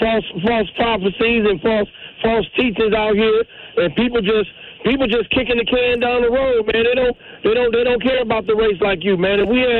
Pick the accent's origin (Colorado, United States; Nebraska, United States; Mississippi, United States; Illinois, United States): Illinois, United States; Chicago; Hey, you know I'm from Chicago.